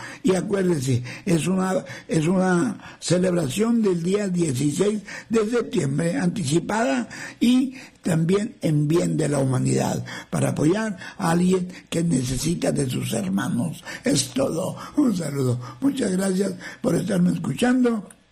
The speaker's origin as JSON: {"language": "Spanish", "country": "Mexico", "said": "nos damos un abrazo y un saludo como mexicanos"}